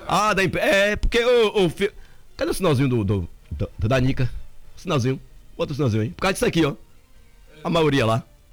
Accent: Brazil; Sou brasileiro.

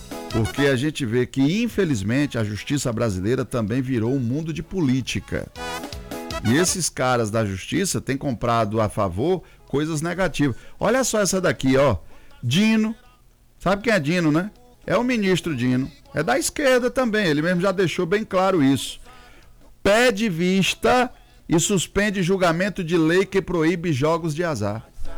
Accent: Jussari, Bahia, Brazil; Um abraço para Márcia e também Jadiel em Itaju, Jussari, minha terra natal.

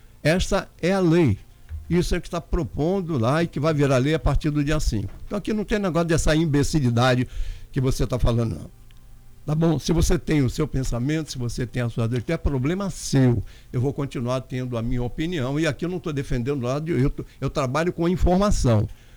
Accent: Rio de Janeiro, Brazil; born there; moved away; o Rio de Janeiro, o estado onde eu nasci.

